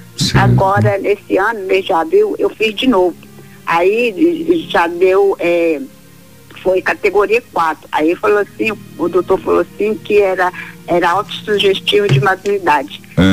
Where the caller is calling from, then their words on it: Jaupaci, Goiás, Brazil; Eu falo do interior de Goiás.